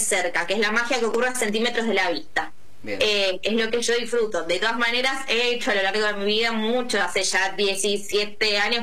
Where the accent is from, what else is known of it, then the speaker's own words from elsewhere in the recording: Buenos Aires Province, Argentina; Yo no soy de Capital, yo soy de Zona